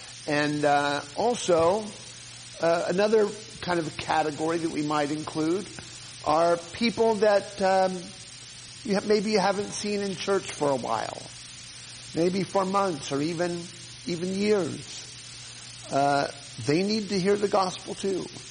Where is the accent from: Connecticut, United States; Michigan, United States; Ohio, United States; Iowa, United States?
Ohio, United States; moved away; I'm from Ohio.